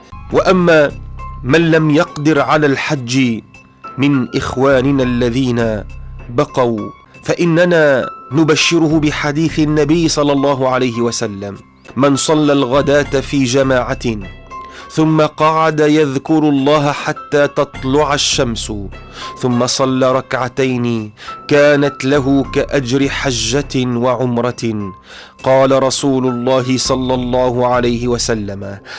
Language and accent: Arabic; Tunisia